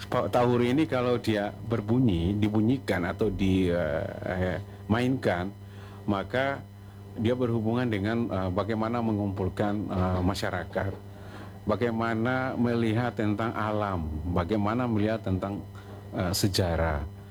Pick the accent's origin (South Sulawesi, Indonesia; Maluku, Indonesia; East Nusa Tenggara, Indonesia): Maluku, Indonesia; Nah, karena kita orang Maluku ini identik dengan musik, sering disampaikan ya Dena orang musik itu, orang Ambon itu musik.